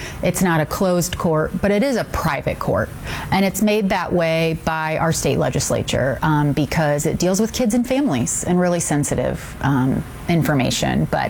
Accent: Ohio, United States; now in Cincinnati, United States; And so I'm from Northwest Ohio, and that's where I was born and raised.

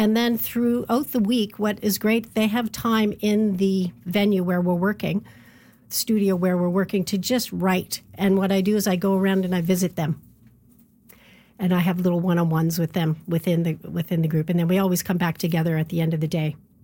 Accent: Halifax, Nova Scotia, Canada; now in Ottawa, Canada; I'm so happy to be in my hometown in Halifax.

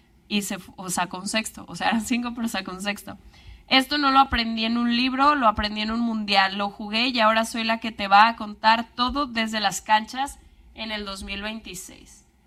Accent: Aguascalientes, Mexico; born there; Sí, yo nací en Aguascalientes.

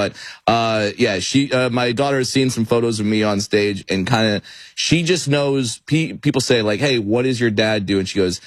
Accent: California, United States; born or raised there

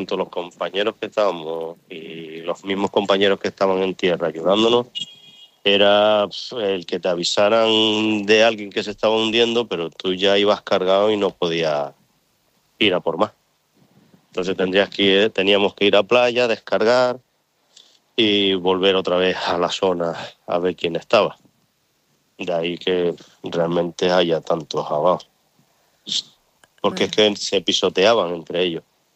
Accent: Lanzarote, Canary Islands, Spain; born or raised there; now in Ceuta, Spain

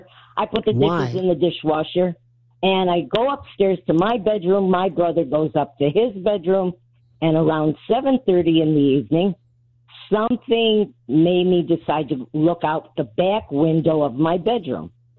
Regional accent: Shaker Heights, Ohio, United States; also born or lived in Pepper Pike; Now, originally, I'm from Shaker Heights, Cleveland, Ohio. And we moved from Shaker Heights out to Pepper Pike.

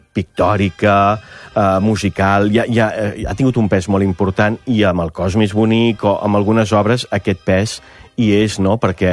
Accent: Catalonia, Spain; now in Barcelona, Spain; a Vic, a 30 quilòmetres del meu poble

